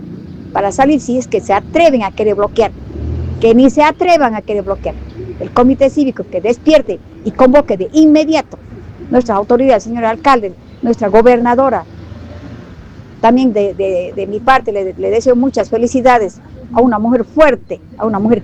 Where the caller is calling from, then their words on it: Tolomosa, Tarija, Bolivia; yo vengo del campo, vengo de Tolomosa, tengo mi familia allá.